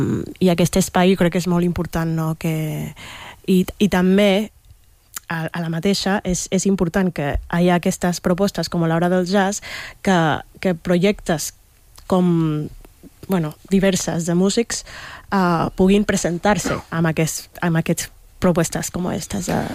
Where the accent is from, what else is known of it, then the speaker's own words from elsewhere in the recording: Panama; Catalan is a second language; moved away; jo soc de Panamà, sí. I en Panamà he sigut formada